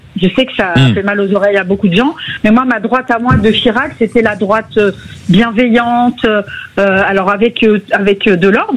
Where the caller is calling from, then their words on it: Bayonne, Nouvelle-Aquitaine, France; J'habite à Bayonne